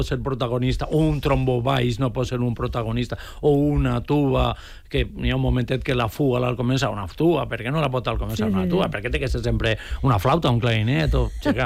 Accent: Guadassuar, Valencian Community, Spain

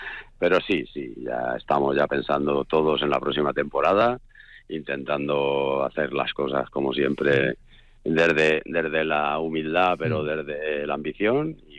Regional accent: Sagunto, Valencian Community, Spain; Para la población de Sagunto, tener un equipo en la máxima categoría, yo digo que somos de Poble, que no somos de la capital.

